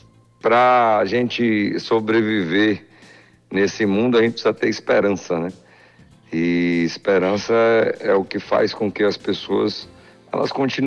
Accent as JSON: {"language": "Portuguese", "region": "Bahia", "country": "Brazil", "said": "nós que somos do interior dessa grande Bahia."}